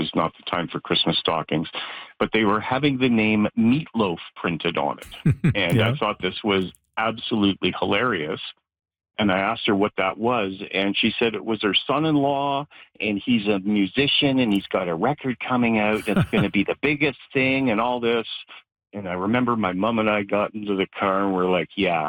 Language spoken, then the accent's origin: English; Toronto, Ontario, Canada; now in Kenora, Canada; I grew up in Toronto. I was there most of my life.